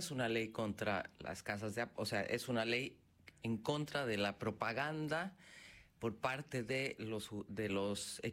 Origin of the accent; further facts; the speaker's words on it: Bolivia; now in Argentina; Yo hablo como soy boliviana, hablo como boliviana, pero vivo hace 29 años aquí, entonces me siento argentina